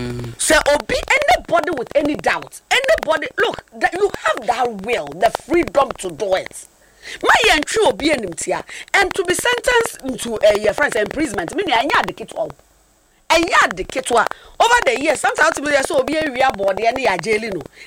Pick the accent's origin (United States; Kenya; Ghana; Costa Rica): Ghana; And then, again, as a Ghanaian